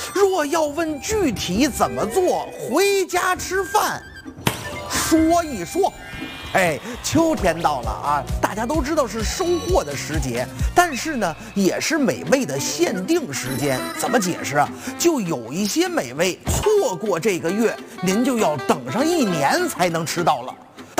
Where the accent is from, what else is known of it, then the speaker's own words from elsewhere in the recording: northern China, China; 我是北方人，